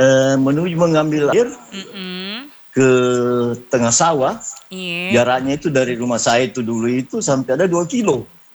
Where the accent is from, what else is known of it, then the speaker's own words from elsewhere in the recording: South Sulawesi, Indonesia; now in Makassar, Indonesia; saya dulu masih berusia 12 tahun. Nah, di kampung saya itu kan di Kabupaten Baru.